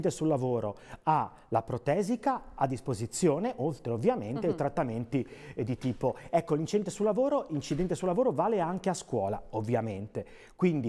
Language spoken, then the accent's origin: Italian; La Spezia, Liguria, Italy; Perché io che vengo da Spezia e sono sindaco di Riccò del Golfo di Spezia